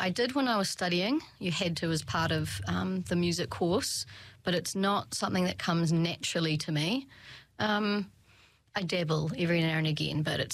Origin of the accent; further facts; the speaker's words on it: Christchurch, Canterbury, New Zealand; born and raised in Christchurch.